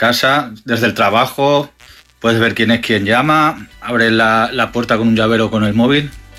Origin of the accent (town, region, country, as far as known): Valencia, Valencian Community, Spain